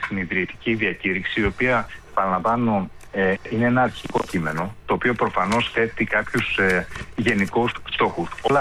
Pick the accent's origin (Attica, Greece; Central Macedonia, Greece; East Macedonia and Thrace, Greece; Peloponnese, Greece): Central Macedonia, Greece; Serres; ήμουν στη Βόρεια Ελλάδα, όπως είπατε, είμαι από Σέρες.